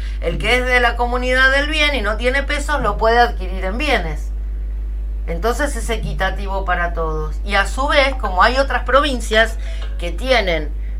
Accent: Argentina; los valores solidarios que tenemos como argentinos

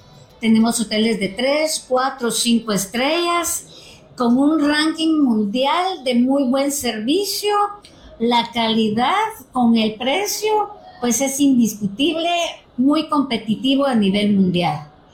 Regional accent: Guatemala; invito a todos a que vengan a mi país, un país precioso, lleno de hospitalidad, de tradiciones, de cultura maya, arqueología, volcanes, aventura, naturaleza. Nosotros contamos con la cultura maya viviente

